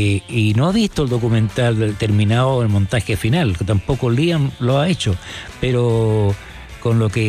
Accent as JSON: {"language": "Spanish", "country": "Chile", "said": "como decimos acá en Chile"}